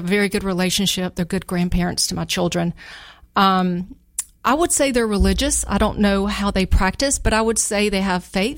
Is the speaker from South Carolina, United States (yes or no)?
yes; Kershaw, South Carolina, United States; also born or lived in Maryland / Myrtle Beach; And I call my hometown Kershaw, South Carolina. I went to Andrew Jackson High School, but we moved to Maryland. I went to high school up there. We lived in Myrtle Beach. So I'm not really from anywhere, honestly.